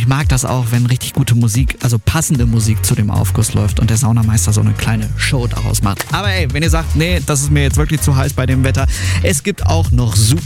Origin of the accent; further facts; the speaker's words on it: Kaltenweide, Lower Saxony, Germany; in Kaltenweide in der Region Hannover, meine alte Heimat